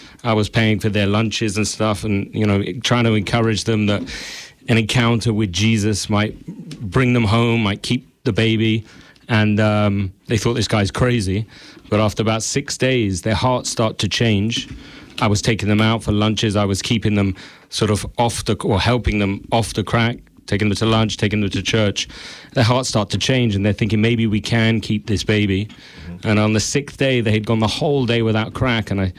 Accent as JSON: {"language": "English", "region": "London", "country": "United Kingdom", "said": "I'm from London"}